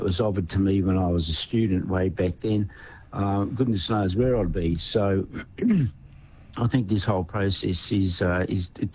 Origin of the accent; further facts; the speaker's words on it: Hamilton, Victoria, Australia; I'm a country boy. I'm from Hamilton in the Western District